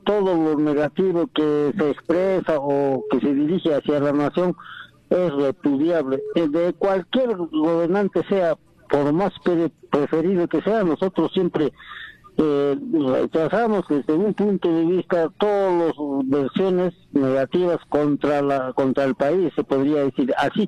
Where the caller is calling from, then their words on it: Cabanilla, Puno, Peru; estoy llamando del distrito Cabanilla, de mucho tiempo, doctor.